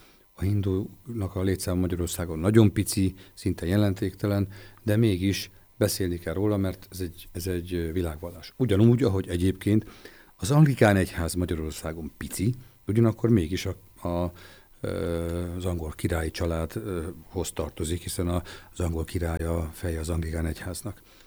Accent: Libya; beszélek arabul is, én Líbiában nőttem föl, ott dolgoztak a szüleim, és emiatt az arab nyelvet is megtanultam

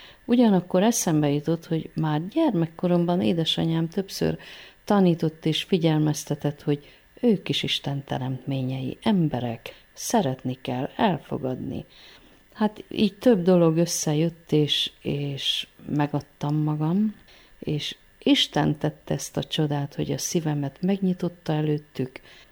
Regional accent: Székely Land, Romania; Egy olyan székelyföldi faluban nőttem föl, ahol egy tömbben élnek cigányok is. Cigány osztálytársaim is voltak.

